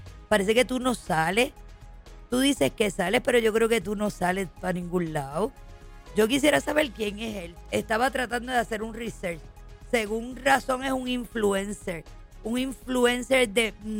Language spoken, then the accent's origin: Spanish; Fajardo, Puerto Rico